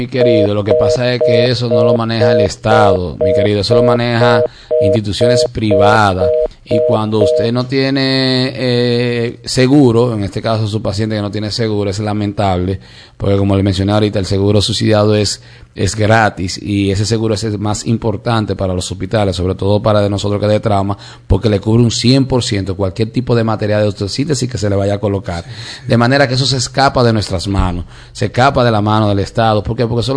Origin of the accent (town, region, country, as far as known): Dominican Republic